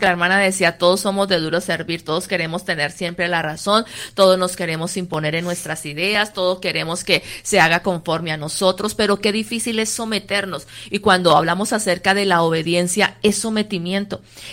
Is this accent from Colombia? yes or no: yes; Colombia